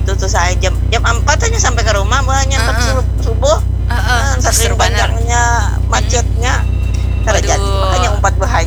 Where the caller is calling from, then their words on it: Banjar, South Kalimantan, Indonesia; Selasa atau Rabu sudah balik Banjar, sudah balik kandang.